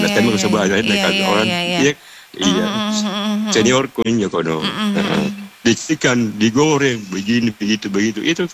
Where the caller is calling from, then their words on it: Makassar, South Sulawesi, Indonesia; Walaupun saya ini orang Makassar